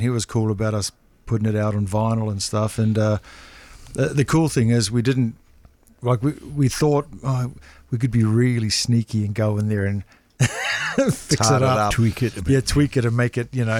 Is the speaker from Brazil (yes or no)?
no; New Zealand; moved away; Being a Kiwi, the only Kiwi in the band.